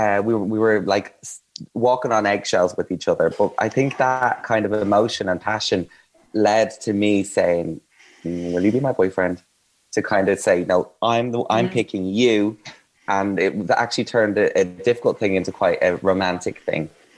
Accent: Ireland; Straight to the point, I'm Irish, and no messing.

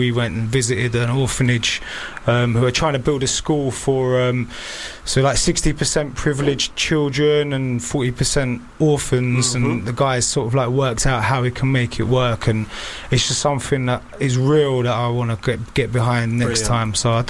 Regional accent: London, United Kingdom; being a Londoner, very suspicious and sceptic about like organisations

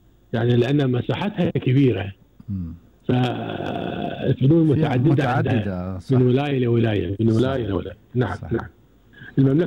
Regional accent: Kuwait; طال عمرك عندنا في الكويت طبعا الصوت كذلك احنا مع مملكة البحرين ودولة قطر

